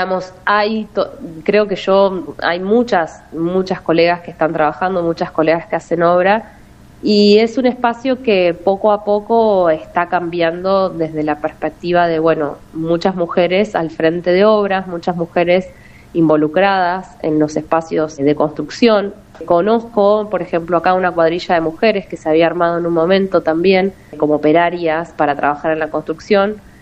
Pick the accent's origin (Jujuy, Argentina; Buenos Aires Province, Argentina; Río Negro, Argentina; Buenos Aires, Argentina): Río Negro, Argentina; General Roca; also born or lived in Córdoba; Yo nací acá, mi familia es de acá, mi papá es de la línea sur, mis abuelos son de la línea sur y siempre viví la Patagonia como soy patagónica, digamos.